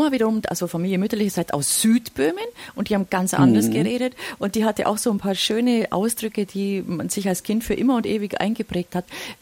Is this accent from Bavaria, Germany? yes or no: yes; Bavaria, Germany; die wir natürlich, also als die Allgäuer überhaupt nicht kannten